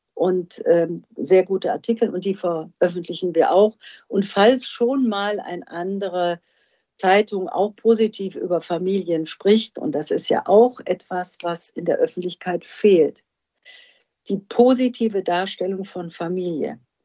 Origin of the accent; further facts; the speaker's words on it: North Rhine-Westphalia, Germany; ich komme aus NRW